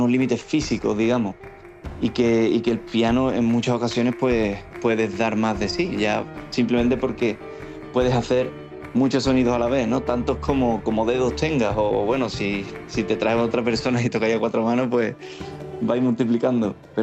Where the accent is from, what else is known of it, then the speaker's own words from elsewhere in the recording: Utrera, Andalusia, Spain; Bebo mucho de la guitarra de mi pueblo, de Utrera, o bien también de la guitarra de Morón, el toque en el piano, ¿no?